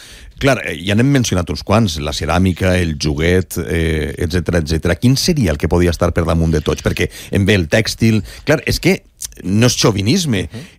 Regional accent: Alcoy, Valencian Community, Spain; Què dir del meu poble, bueno, d'Abril i d'alguns dels que estem a la casa, que és Alcoi

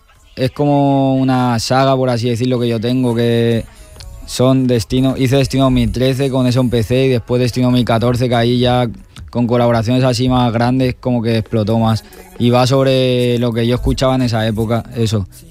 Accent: Aldaya, Valencian Community, Spain; Yo creo que sobre todo empecé inspirándome en Valencia, o sea, yo en aquí, en Aldaya, en mi pueblo

